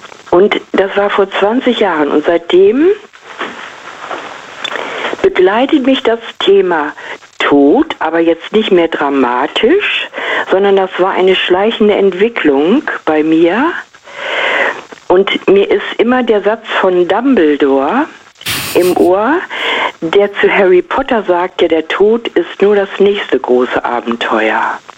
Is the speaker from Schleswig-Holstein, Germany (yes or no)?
no; Vlotho, North Rhine-Westphalia, Germany; Ich bin also praktisch wieder zurückgegangen, so einen Schritt in meine Heimat und habe mich da sau wohl gefühlt. Auch wenn ich die Stadt Floto, da bin ich ab und zu mal reingefahren in die Stadt Floto, wo ich auch meine Jugend verbracht habe